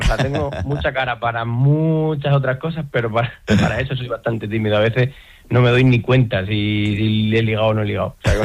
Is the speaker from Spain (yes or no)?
yes; Sierra de Fuentes, Extremadura, Spain; Sí, la verdad que he estado trabajando como fisioterapeuta 7 años en mi pueblo, en Sierra de Fuentes, que tuve una clínica, y como bien dice, es una de mis pasiones.